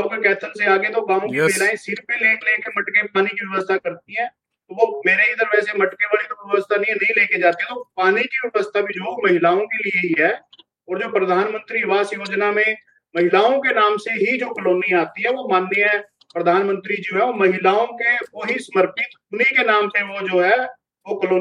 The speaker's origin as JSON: {"language": "Hindi", "region": "Haryana", "country": "India"}